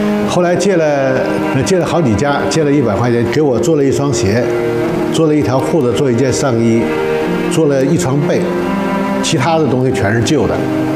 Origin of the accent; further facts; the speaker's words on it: Yitong, Jilin, China; 我是1960年出生的，在我们吉林省义通县大沽山镇的一个乡村，祖祖辈辈都是以农业生产为生的。